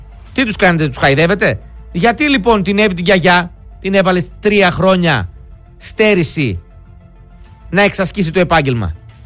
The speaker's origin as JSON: {"language": "Greek", "region": "Northern Greece", "country": "Greece", "moved": "yes", "said": "είμαι από το Βορρά."}